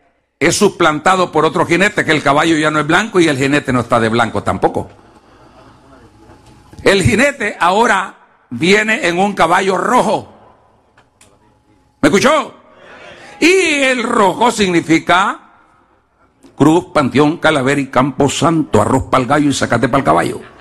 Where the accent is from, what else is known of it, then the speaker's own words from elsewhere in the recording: Honduras; yo soy hondureño.